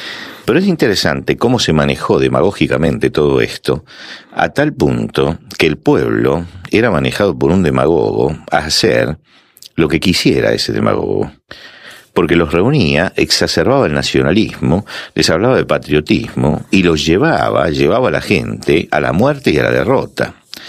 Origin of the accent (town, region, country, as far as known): Argentina